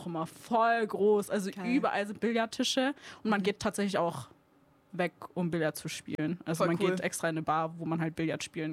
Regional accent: Germany; ja, ich bin international, ich komme aus Deutschland.

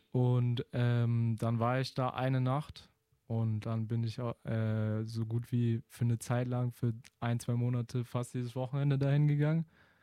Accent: Karlsruhe, Baden-Württemberg, Germany; ich bin hier geboren, in Karlsruhe und auch aufgewachsen.

